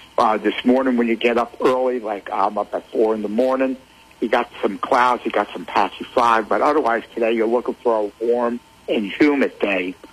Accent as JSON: {"language": "English", "country": "United States", "said": "I'm proud of being an American."}